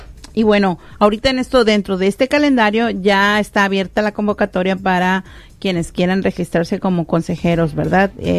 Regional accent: Mexico; como buenos mexicanos, muchos dejamos para el último muchas cosas.

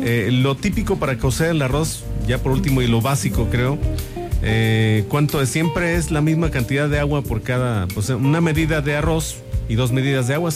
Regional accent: Morelia, Michoacán, Mexico; born there; moved away; Es de allá donde yo nací. Yo nací en Michoacán, en Morelia, Michoacán.

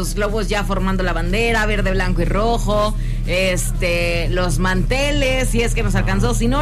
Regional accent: Mexico; Porque así somos los mexicanos

